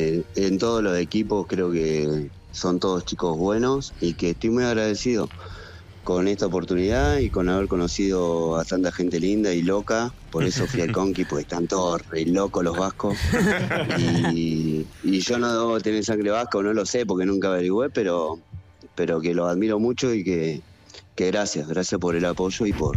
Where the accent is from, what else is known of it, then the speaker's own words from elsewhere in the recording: Argentina; soy argentino